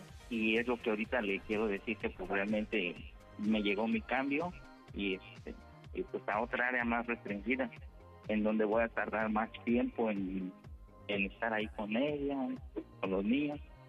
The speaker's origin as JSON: {"language": "Spanish", "town": "Toluca", "region": "State of Mexico", "country": "Mexico"}